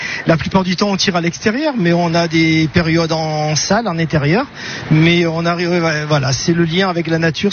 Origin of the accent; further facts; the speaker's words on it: Nice, Provence-Alpes-Côte d'Azur, France; born there; Niçois, oui, je suis né à Nice, je suis né dans ce même quartier